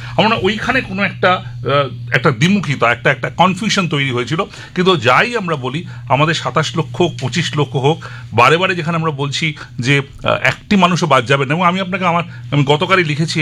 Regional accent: West Bengal, India; আমরা পশ্চিমবঙ্গের প্রতিটি মানুষ

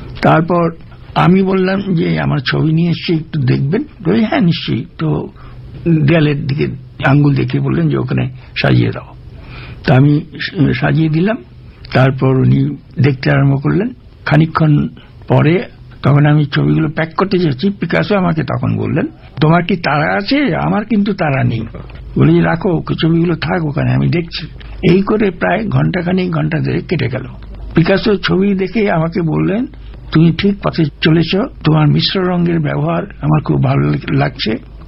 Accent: Kolkata, West Bengal, India; তাই আমি বললাম যে দেখো আমি তো ভারতবর্ষের লোক। ওই ভারতবর্ষ তো মস্ত বড় দেশ, তো ভারতবর্ষ কোন অঞ্চলের লোক? তাই আমি বললাম যে আমি কলকাতার লোক।

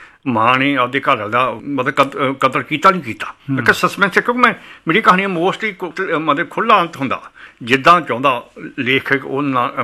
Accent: Punjab, India; ਅਤੇ ਸਾਡੇ ਪਿੰਡ ਤੋਂ 5 ਕਿਲੋਮੀਟਰ ਦੂਰ ਨਕੋਦਰ ਪੈਂਦਾ ਸੀ

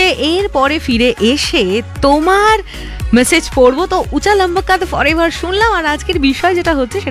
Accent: Andul, West Bengal, India; আমার বাড়ি হাওড়া আন্দুল।

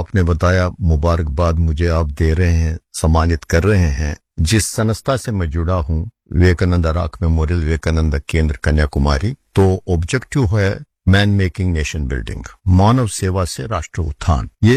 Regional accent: Anantnag, Jammu and Kashmir, India; moved away as an adult; मैं गांवों की पैदावार हूँ, अनंतनाग का रहने वाला हूँ।

